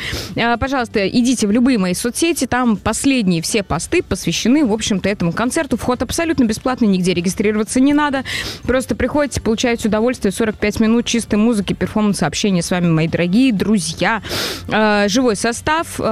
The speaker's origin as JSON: {"language": "Russian", "region": "Moscow", "country": "Russia", "tie": "born or raised there", "said": "Я коренной москвич в 3-м поколении и, наверное, в 3-м."}